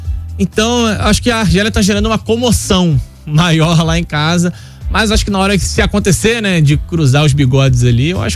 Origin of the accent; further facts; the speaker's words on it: Brazil; Ah, cara, assim, óbvio que eu sou brasileiro, né?